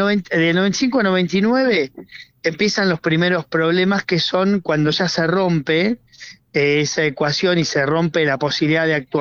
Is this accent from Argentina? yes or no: yes; La Pampa, Argentina; yo soy de La Pampa y me duele decirlo